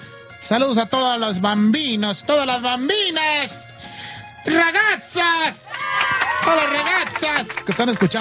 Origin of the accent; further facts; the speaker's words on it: Guasave, Sinaloa, Mexico; El primer pollo loco en el mundo es ahí en mi tierra, ahí en Guasave, Sinaloa.